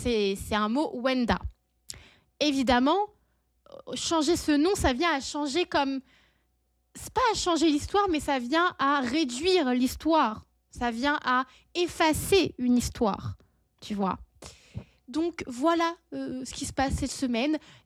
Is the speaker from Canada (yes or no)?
yes; Canada; chez nous au Canada